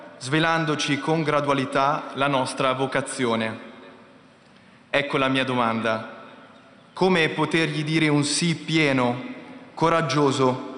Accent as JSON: {"language": "Italian", "town": "Bologna", "region": "Emilia-Romagna", "country": "Italy", "said": "Santo Padre … ho 27 anni e vengo da Bologna."}